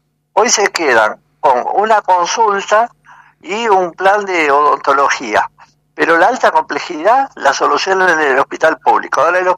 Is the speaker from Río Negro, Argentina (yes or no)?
no; Rosario, Santa Fe, Argentina; born there; hace un montón de años que vivo en Rosario, nací en Rosario, vivo en Rosario.